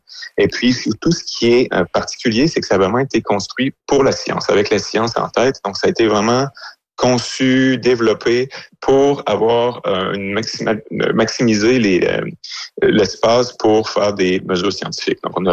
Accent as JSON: {"language": "French", "region": "Quebec", "country": "Canada"}